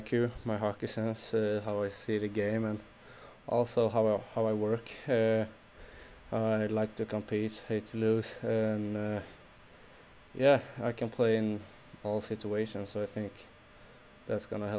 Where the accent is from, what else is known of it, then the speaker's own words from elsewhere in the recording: Västra Götaland, Sweden; My hometown is pretty close to Gothenburg.